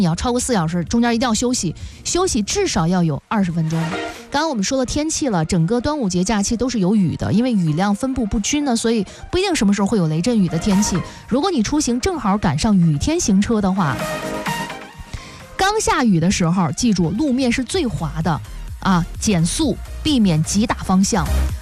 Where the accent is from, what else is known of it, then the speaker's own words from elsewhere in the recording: China; 我们中国人也是用很多丰富的民俗活动共启安康